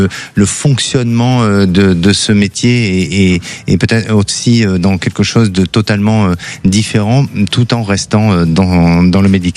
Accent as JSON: {"language": "French", "town": "Bordeaux", "region": "Nouvelle-Aquitaine", "country": "France", "said": "mais les meilleurs cannelés de Bordeaux, parce que je suis bordelais, donc je connais bien les cannelés."}